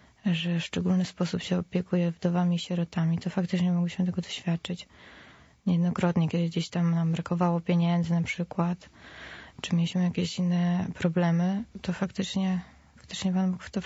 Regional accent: Radom, Masovian Voivodeship, Poland; Nie, pochodzę z Radomia, także w mieście.

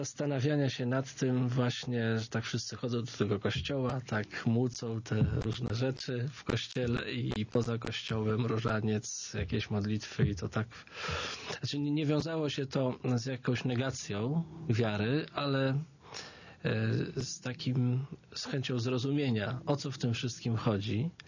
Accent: Warsaw, Masovian Voivodeship, Poland; Po kolei miasto, Warszawa. Warszawa, samo

